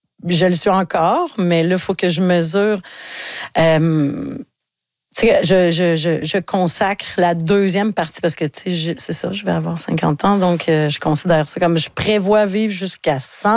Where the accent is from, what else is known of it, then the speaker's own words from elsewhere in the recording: Quebec, Canada; chez nous, dans le Bas-Saint-Laurent